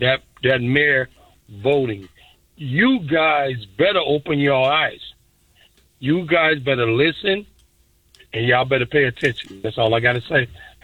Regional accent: Chicago, Illinois, United States; now in Massachusetts, United States; I'm from Chicago all my life, all day long. But listen, I don't stay there no more. Stay in Massachusetts.

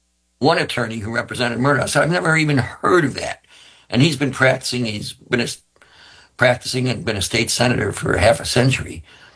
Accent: Webster, New York, United States; I grew up in Webster

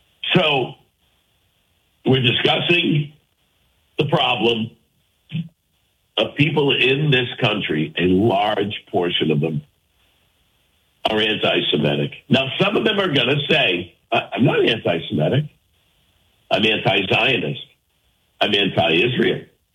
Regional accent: Ireland; Because if you're honest as an Irishman, if you're really honest

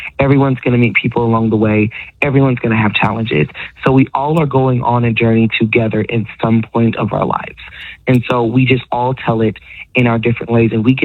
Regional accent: Topeka, Kansas, United States; moved away; I grew up in Topeka. My parents met at K-State. I have family in Wichita. I did music in Kansas City. So like all over Kansas.

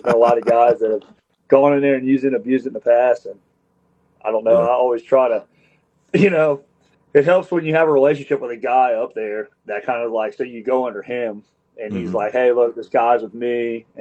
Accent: Mandeville, Louisiana, United States; I grew up in Manville, Louisiana, fishing Lake Pontchartrain, pretty much crabbing it, shrimping it, all that stuff my whole life.

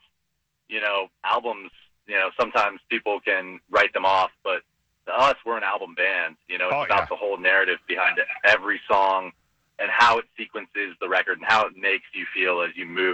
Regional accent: Richmond, Virginia, United States; also born or lived in Seattle; myself and John, the lead singer, we're both from Richmond, Virginia.

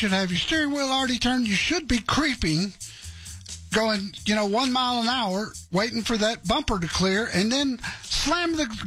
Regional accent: Dallas, Texas, United States; Oh, I'm from Dallas. I live in Dallas. I was born in Dallas. I'm a native Dallasite. All Texas, man.

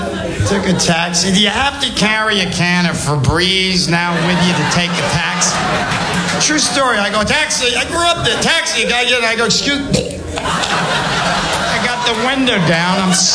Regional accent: New York, United States; I'm still a New Yorker.

